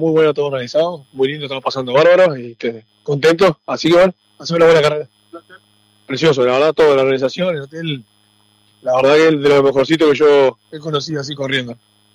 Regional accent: Sarandí Grande, Florida, Uruguay; Venimos de Uruguay, de Sarandí Grande, de Uruguay.

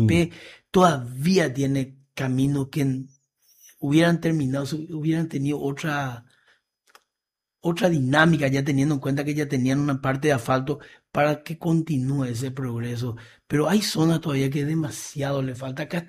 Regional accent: Encarnación, Itapúa, Paraguay; Por el contrario, yo soy de Encarnación. Yo quiero que mi intendente me escuche y me responda.

